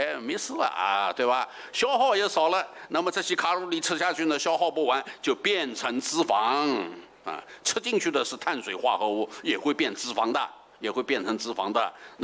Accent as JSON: {"language": "Chinese", "country": "China", "said": "我们中国人"}